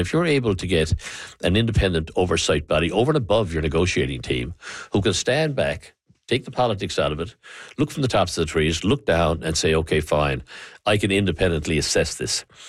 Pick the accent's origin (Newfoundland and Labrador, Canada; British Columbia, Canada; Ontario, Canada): Newfoundland and Labrador, Canada; Because this is really important to me as a Newfoundlander and a Labradorian. And where the good of Newfoundland and Labrador is going to be affected, I'm going to be involved.